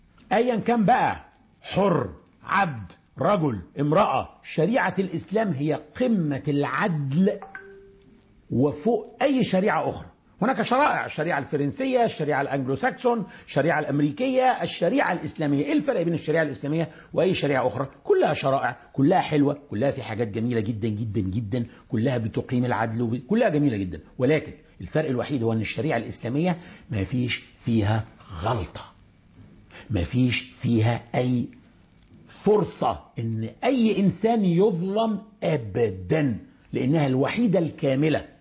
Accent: Upper Egypt, Egypt

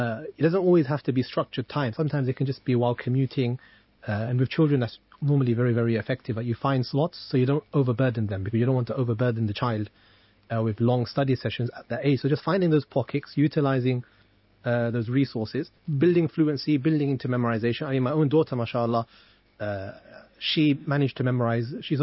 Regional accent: London, United Kingdom; accent: South London; I'm from South London. We don't say the TH, we say South.

